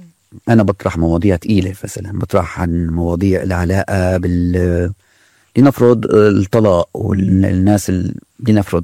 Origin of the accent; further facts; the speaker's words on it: Syria; نحن بنقول أنه نحن شعب سوري واحد ما بنعرف أي شيء عن بعضنا